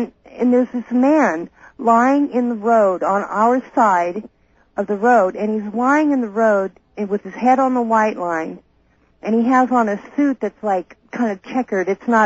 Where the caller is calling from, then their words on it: Merced, California, United States; I'm calling from Merced, KYOS.